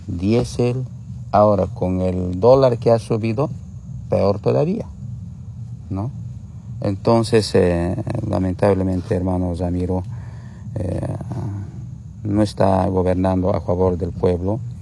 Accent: Bolivia; Nosotros como pueblo boliviano incluso hemos aceptado la subvención que se levante, ¿no ve?

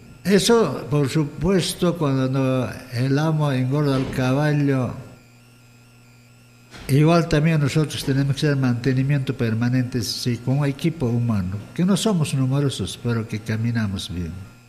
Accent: Cusco, Peru; Al distrito de Rondocan, en mi provincia de Acomayo, a través de Radio Municipal

